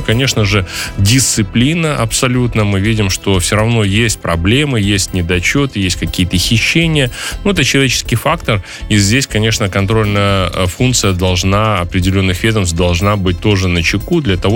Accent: Belarus

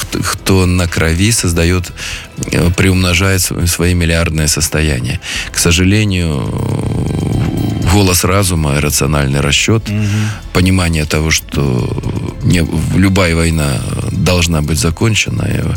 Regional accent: Belarus

